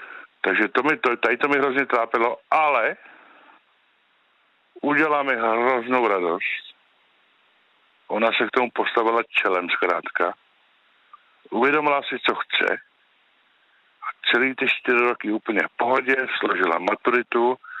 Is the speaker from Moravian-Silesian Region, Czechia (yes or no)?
no; Karlovy Vary Region, Czechia; já jsem ze Sokolovska, jak jsem říkal